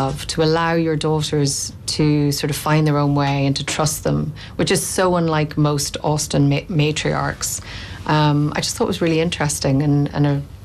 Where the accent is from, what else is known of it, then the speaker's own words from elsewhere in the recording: County Monaghan, Ireland; as a young woman growing up in Monaghan.